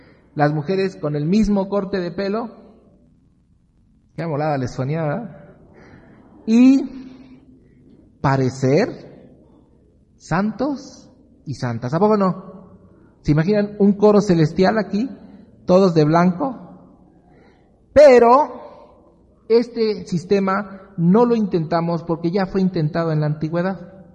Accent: Mexico

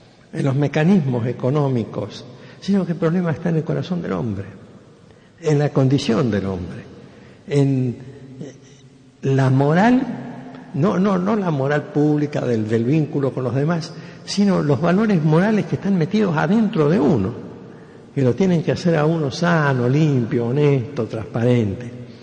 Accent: Rosario, Santa Fe, Argentina; nació casi al lado de mi casa, porque yo soy rosarino y yo también, y éramos del mismo barrio.

